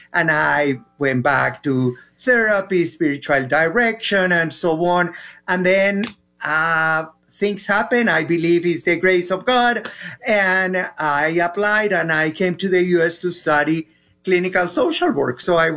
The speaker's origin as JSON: {"language": "English", "country": "Colombia", "moved": "as an adult", "lives_now": "United States", "said": "Well, I'm from Colombia, and I came to the U.S. when I was already 41"}